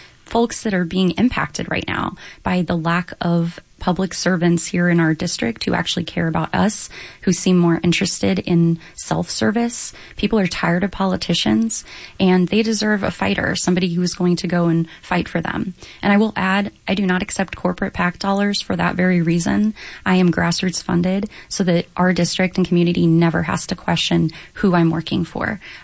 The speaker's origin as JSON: {"language": "English", "town": "Corpus Christi", "region": "Texas", "country": "United States", "tie": "born or raised there", "said": "I come from a working class family in South Texas. I was raised in Corpus Christi by a single mom."}